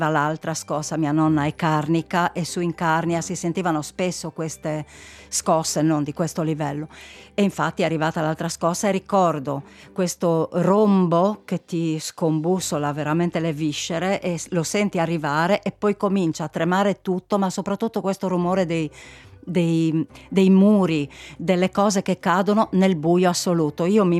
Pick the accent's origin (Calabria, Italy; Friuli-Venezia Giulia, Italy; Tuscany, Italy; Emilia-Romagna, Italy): Friuli-Venezia Giulia, Italy; born there; Noi eravamo lì abituati al nostro paesino, si andava sia a scuola a Udine